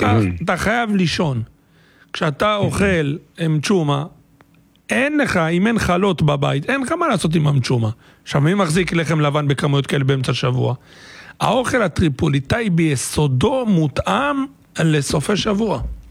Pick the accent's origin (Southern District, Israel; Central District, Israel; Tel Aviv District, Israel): Central District, Israel; Netanya; פרדס הגדוד, שם גדלתי, אצל סבא וסבתא